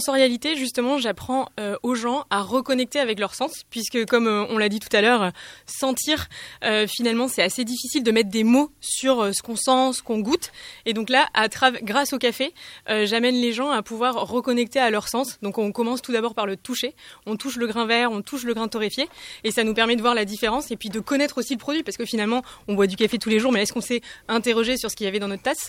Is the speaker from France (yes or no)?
yes; Bordeaux, Nouvelle-Aquitaine, France; moi, je suis de Bordeaux